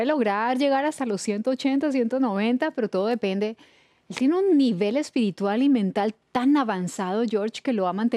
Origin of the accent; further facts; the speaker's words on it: Colombia; yo soy colombiana